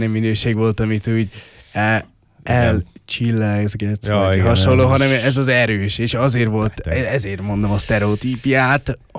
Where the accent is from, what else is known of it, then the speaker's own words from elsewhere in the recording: Paks, Tolna, Hungary; ugye paksiak vagyunk